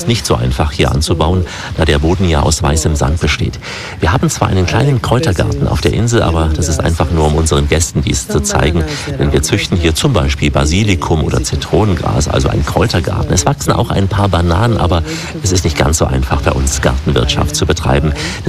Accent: East India, India; Ich esse am liebsten Fisch, gebraten, denn ich stamme ja aus dem Osten Indiens und da haben wir auch viel Fisch.

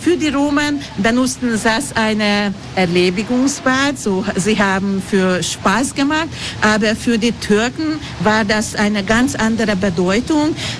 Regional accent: Budapest, Hungary; German is a second language; aber bei uns in Ungarn, in Budapest, finden sie Ilice.

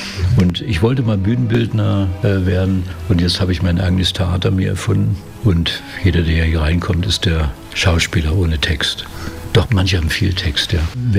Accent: Usedom, Mecklenburg-Vorpommern, Germany; also born or lived in Brandenburg / Berlin; now in Dresden, Germany; ich bin gebürtiger Brandenburger, Preuße, dann aufgewachsen an der Ostsee, am Meer, auf der Insel Usedom, dann lange in Berlin, das Studium und dann Malerei, Grafik studiert in Dresden und dann in dieser wunderschönen norditalienischen Stadt Dresden in der Tupperdose kleben geblieben.

